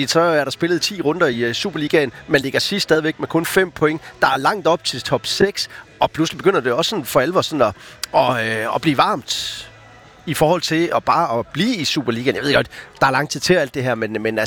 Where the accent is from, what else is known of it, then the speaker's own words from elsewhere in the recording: Region of Southern Denmark, Denmark; Altså, jeg er fra Sønderjylland.